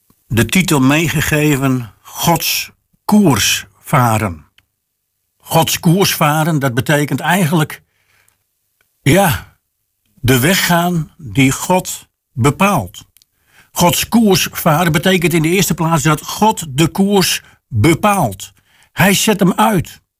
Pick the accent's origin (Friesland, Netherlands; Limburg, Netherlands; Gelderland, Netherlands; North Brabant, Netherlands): Friesland, Netherlands; Sneek; ik kom zelf uit Sneek